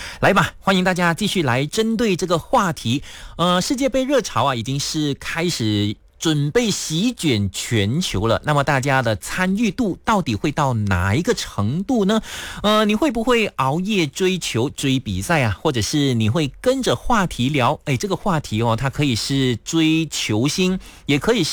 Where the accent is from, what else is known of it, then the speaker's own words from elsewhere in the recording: Malaysia; 我们马来西亚人